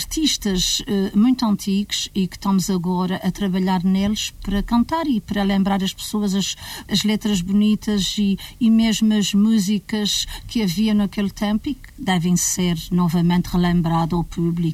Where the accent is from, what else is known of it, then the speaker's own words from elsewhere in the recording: Nordeste, Azores, Portugal; Aliás, eu sou natural do Nordeste.